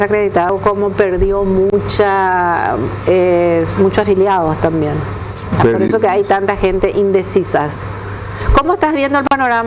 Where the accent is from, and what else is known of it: Paraguay